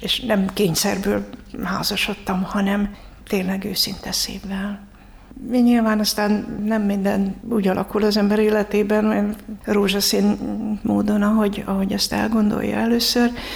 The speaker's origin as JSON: {"language": "Hungarian", "town": "Debrecen", "region": "Hajdú-Bihar", "country": "Hungary", "tie": "born or raised there", "said": "Hát én Debrecenben nőttem föl"}